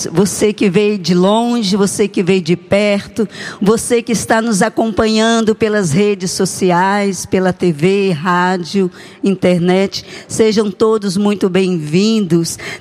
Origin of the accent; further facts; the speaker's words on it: Minas Gerais, Brazil; now in Lorena, Brazil; Eu sou mineira, sou celibatária